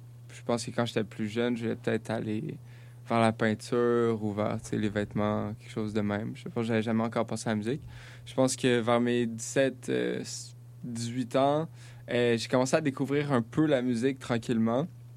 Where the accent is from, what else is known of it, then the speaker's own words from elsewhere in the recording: Quebec, Canada; je suis tout le temps que je viens du Québec. Avant de dire que nécessairement que je viens du Canada